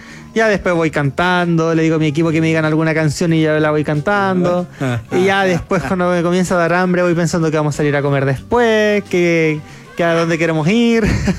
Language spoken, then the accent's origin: Spanish; Chile; No, yo soy el típico chileno que deja todo última hora.